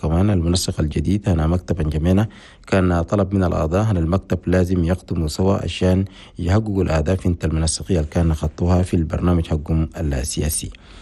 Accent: Chad; بالتعاون مع الجامعة الإنجيلية في بلدنا تشاد

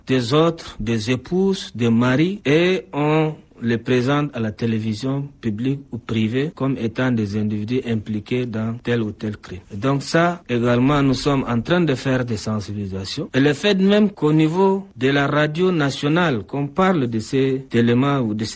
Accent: Chad

